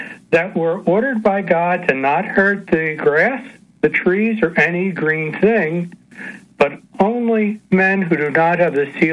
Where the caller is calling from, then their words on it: New Jersey, United States; I am a grizzled old geezer living in New Jersey.